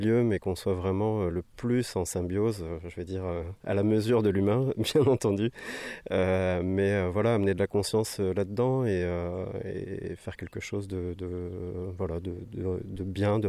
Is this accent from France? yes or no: yes; Overseas France, France; Je suis originaire de l'Outre-mer et voilà, et j'ai travaillé aussi dans le Sud-Ouest, à Oléron.